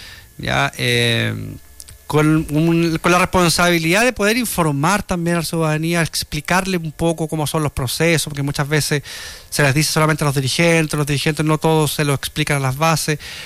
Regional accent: Biobío, Chile; yo soy de Cayucupil.

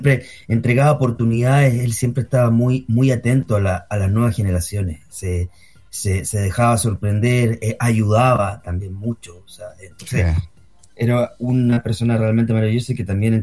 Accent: Valparaíso, Chile; somos porteños también, que es un lugar también icónico para hacer música, o sea, Valparaíso es ciudad de la música, es una ciudad reconocida en este ámbito

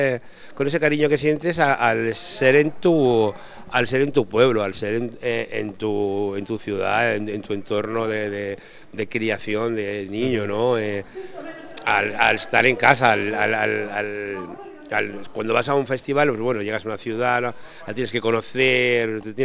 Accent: Binéfar, Aragon, Spain; procedo de Binefar y soy binefarense

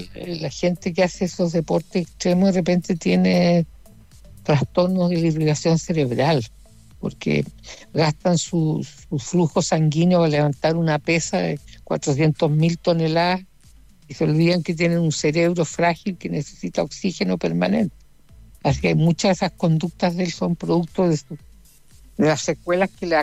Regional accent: Chile; los chilenos

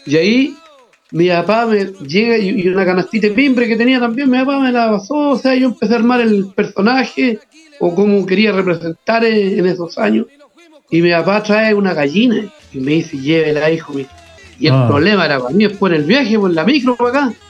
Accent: Monte Águila, Biobío, Chile; yo tenía que ser mi pueblo, Monte Águila, así que de ahí nace como en representación al pueblo de Monte Águila, Monte Aguilino.

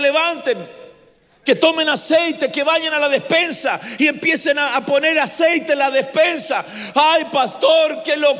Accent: Chile; ahí está hablando de Chile, ahí está hablando de mi tierra.

